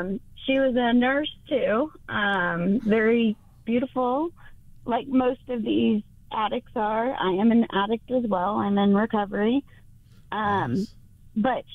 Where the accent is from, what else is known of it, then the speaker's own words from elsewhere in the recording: Charleston, South Carolina, United States; moved away as an adult; also born or lived in Florence, South Carolina; Well, see, I'm from Charleston. So I ended up moving to Florence, South Carolina